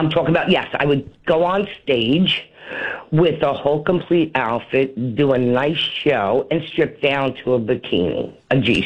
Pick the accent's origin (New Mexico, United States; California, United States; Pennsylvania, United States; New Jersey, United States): New Jersey, United States; I'm from New Jersey.